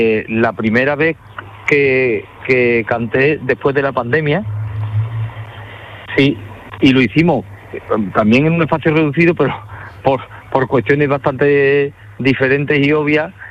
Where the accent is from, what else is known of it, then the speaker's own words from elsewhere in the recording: Huelva, Andalusia, Spain; somos todos de Huelva, de mi tierra